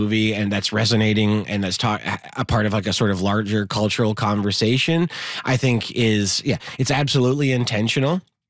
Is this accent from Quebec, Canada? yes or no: yes; Montreal, Quebec, Canada; I have lived here my mm-hmm. entire life. I grew up Anglo boy in Montreal in the 90s.